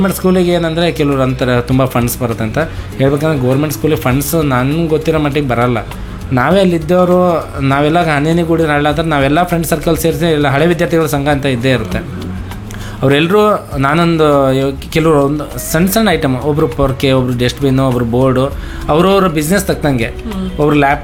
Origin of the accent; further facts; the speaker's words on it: Birankere, Karnataka, India; now in Shivamogga, India; ನಾನು ಬೀರಂಕೆರೆಯಲ್ಲಿದ್ದವನು